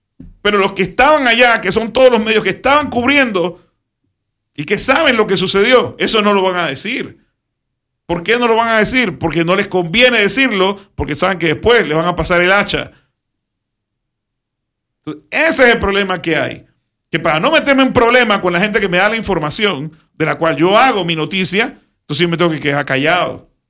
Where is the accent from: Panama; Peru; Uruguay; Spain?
Panama; nosotros mismos como panameños